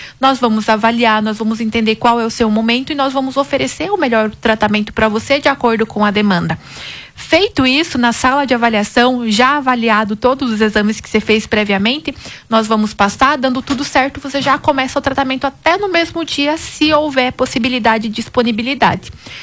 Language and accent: Portuguese; South Region, Brazil; moved away as an adult; now in Goiânia, Brazil; eu, né, sou sulista, goiana de coração, moro aqui, atuo, minha carreira praticamente é total aqui em Goiânia